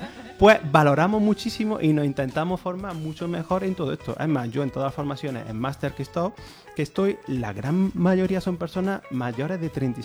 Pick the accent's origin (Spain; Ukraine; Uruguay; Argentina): Spain